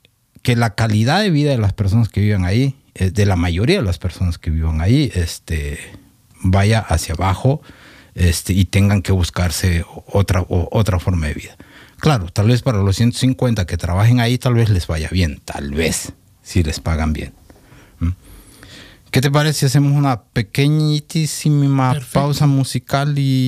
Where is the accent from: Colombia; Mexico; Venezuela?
Mexico; yo soy mexicano